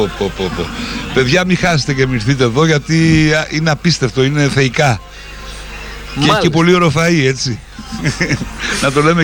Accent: Veria, Central Macedonia, Greece; είμαι από τη Βέρεια, από Πόντιους, από εδώ, δηλαδή εδώ αντρώθηκα, εδώ μεγάλωσα.

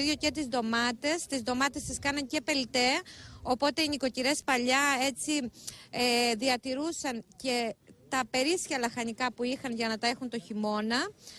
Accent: Apostoloi, Crete, Greece; born or raised there

